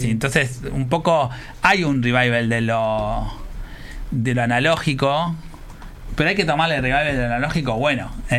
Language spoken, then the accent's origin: Spanish; Uruguay